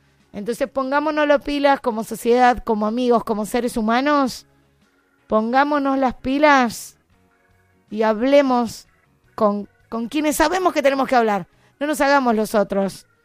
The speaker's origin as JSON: {"language": "Spanish", "country": "Argentina"}